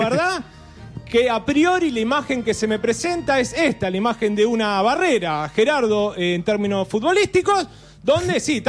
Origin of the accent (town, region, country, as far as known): Argentina